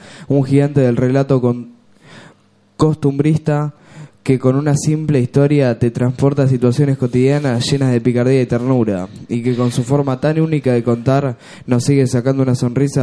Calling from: Junín, Buenos Aires Province, Argentina; Yo soy de Junín, provincia de Buenos Aires

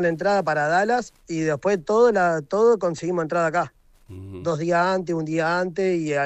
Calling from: Argentina; todos los argentinos trajimos remera

